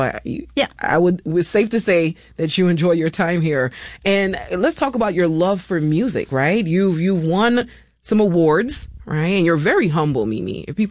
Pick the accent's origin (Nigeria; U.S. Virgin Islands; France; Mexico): U.S. Virgin Islands; now in Rochester, United States; And I understand that because I'm from a warm climate as well, right? I'm from the Virgin Islands. Everyone is like, why are you here? And now I consider Rochester home.